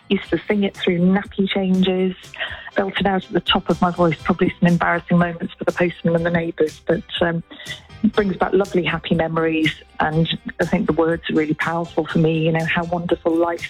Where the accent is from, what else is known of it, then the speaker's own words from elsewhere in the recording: Wales, United Kingdom; moved away; I'm Welsh, and before I joined the army, I lived in Mid Wales, and like every Welsh person, I think I can sing